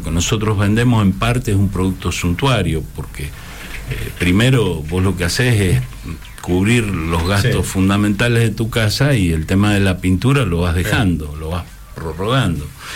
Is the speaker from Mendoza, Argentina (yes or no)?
yes; General Alvear, Mendoza, Argentina; moved away as an adult; Y me fui a los 18 años de Alvear.